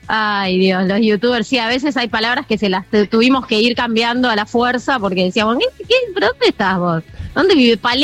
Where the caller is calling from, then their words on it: Argentina; acá en Argentina no decimos así.